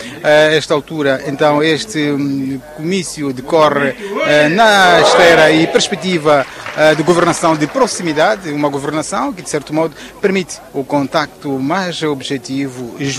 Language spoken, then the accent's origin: Portuguese; Mozambique